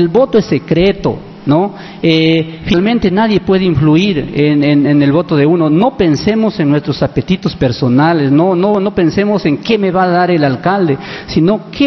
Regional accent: Utcubamba, Amazonas, Peru; Si Utcubamba ha crecido y somos el corazón de Amazonas y la provincia económicamente más fuerte a nivel de Amazonas

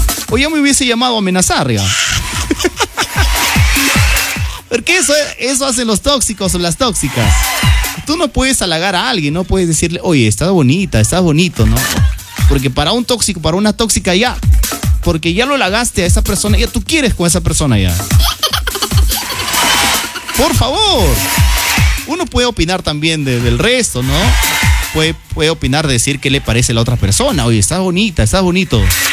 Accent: Jaén, Cajamarca, Peru; now in Virú, Peru; Lejos de mi tierra, Jaén.

